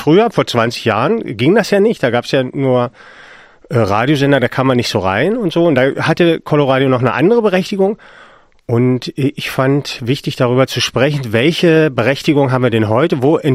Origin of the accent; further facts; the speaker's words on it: Hoyerswerda, Saxony, Germany; born there; ich bin in Hoyerswerda geboren